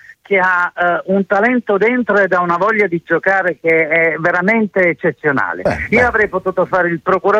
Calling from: Soverato, Calabria, Italy; da Soverato.

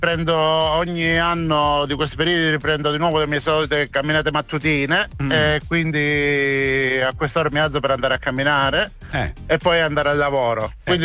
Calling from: Paola, Calabria, Italy; io sono dalla provincia di Cosenza e sono da Paola.

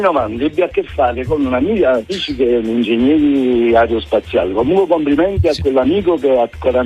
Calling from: Naples, Campania, Italy

